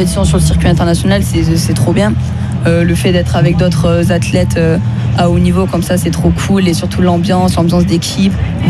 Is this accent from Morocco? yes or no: no; France; now in Montpellier area, France; je suis français